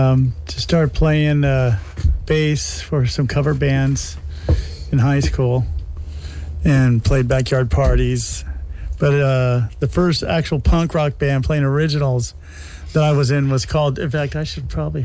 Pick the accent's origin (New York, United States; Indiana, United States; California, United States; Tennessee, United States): California, United States; La Puente; born there; also born or lived in Newport Beach